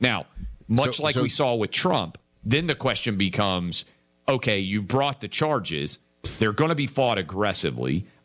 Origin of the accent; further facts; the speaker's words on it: Tennessee, United States; Places like my home state of Tennessee are now coming online